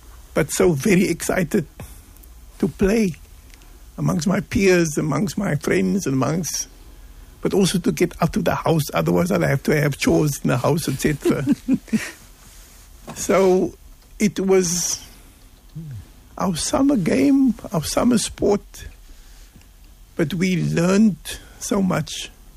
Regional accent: Cape Town, Western Cape, South Africa; been born from Bullkop, Cape Town parents, growing up in the Bullkop, sport was part of the culture. And we used to play cricket on the cobblestones of the Bullkop.

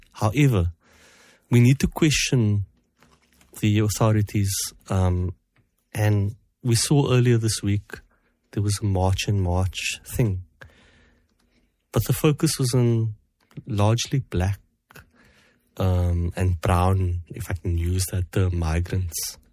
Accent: Cape Town, Western Cape, South Africa; I grew up in Woodstock. Woodstock's very different to the one that I grew up in. I still regard Woodstock as Cape Flats

